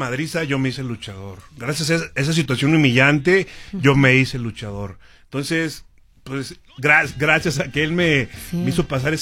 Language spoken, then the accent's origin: Spanish; Durango, Mexico; De la comarca lagunera, del norte.